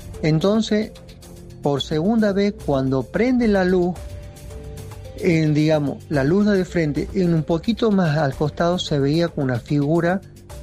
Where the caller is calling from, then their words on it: Tucumán, Argentina; de Tucumán.